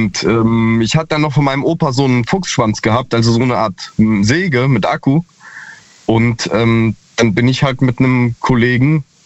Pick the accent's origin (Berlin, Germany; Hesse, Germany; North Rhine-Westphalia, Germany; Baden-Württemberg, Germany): Hesse, Germany; Ich bin aus der Ecke zwischen Marburg und Kassel, also Nordhessen.